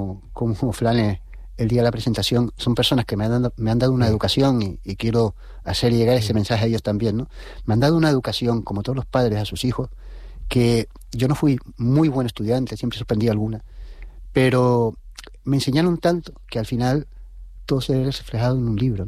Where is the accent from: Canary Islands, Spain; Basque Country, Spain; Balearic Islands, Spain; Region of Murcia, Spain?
Canary Islands, Spain; La Orotava; yo me crié en la Orotava, entre la Barriada de Antonio y el Casco.